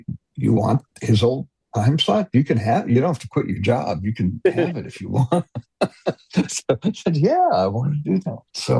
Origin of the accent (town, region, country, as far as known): Detroit, Michigan, United States; born or raised there